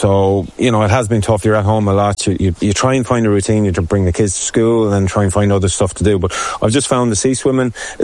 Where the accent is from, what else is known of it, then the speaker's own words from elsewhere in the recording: Galway, Connacht, Ireland; I'm from Galway. Growing up, we were always by the sea.